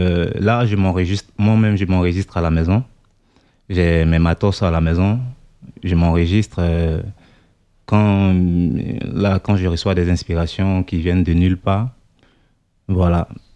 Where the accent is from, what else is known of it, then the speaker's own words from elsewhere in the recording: Côte d’Ivoire; moved away; on habitait un peu, du genre, une cour commune, là-bas en Afrique, en Côte d'Ivoire, parce que c'est okay. là d'où je viens. Je précise bien, je suis ivoirien.